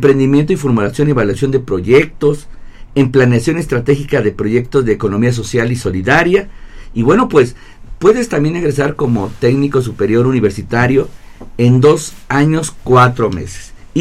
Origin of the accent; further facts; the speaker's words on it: Soltepec, Puebla, Mexico; yo vengo del municipio de Soltepec, allá no había secundaria y tuve que emigrar a la ciudad de Puebla para estudiar